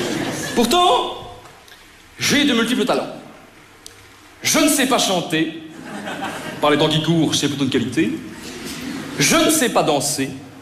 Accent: Brussels, Belgium; born there; Je suis né à Bruxelles. Je suis un humoriste belge particulièrement méconnu.

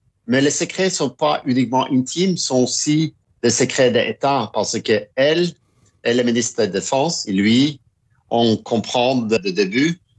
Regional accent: Oslo, Norway; French is a second language; also born or lived in Kirkenes; je suis grandi quand je viens d'Oslo, la capitale de la Norvège, mais je grandis 5 ans dans une petite ville qui s'appelle Kirkenes. C'est une ville à la frontière russe

